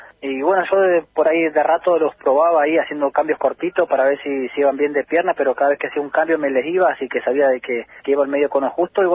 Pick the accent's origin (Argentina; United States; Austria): Argentina; soy el argentino con más títulos ganados